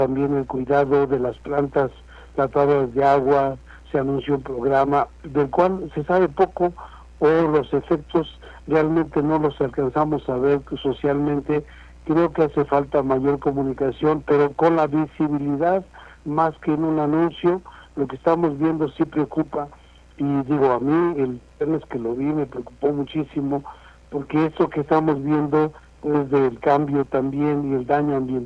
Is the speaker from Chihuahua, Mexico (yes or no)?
no; Carmen Tequexquitla, Tlaxcala, Mexico; Yo soy de Carmen Tequesquitla